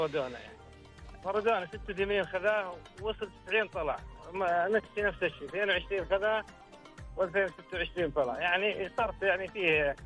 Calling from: Hail, Hail Province, Saudi Arabia

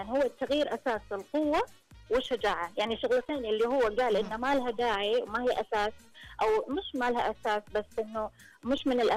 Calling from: Taif, Makkah Province, Saudi Arabia; أنا من الطائف

